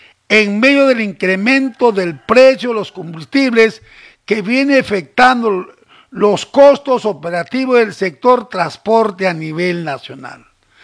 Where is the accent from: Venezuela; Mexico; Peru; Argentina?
Peru; ¿Y qué somos el resto peruanos?